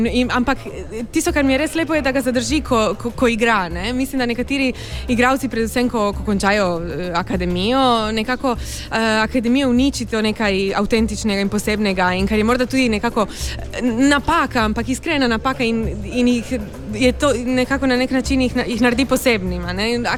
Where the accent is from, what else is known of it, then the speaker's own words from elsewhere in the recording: Trieste, Friuli-Venezia Giulia, Italy; lahko pa se vedno opredelim kot Tržačanka, predvsem. In to specifično Tržačanka, ne pa Triestina.